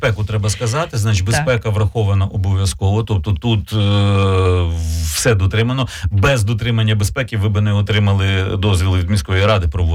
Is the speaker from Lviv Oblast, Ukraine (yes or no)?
no; Vinnytsia, Vinnytsia Oblast, Ukraine; і ми, вінничани.